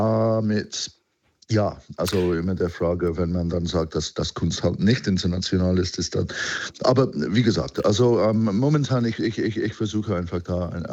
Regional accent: United Kingdom; now in Germany; Ich bin Brite, genau.

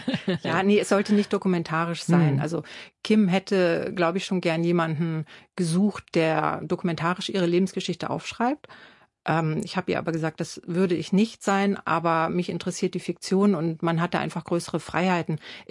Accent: Pinneberg, Schleswig-Holstein, Germany; ich komme ja aus Pinneberg, Schleswig-Holstein. Das war jetzt nicht so die Kernzelle des Punk

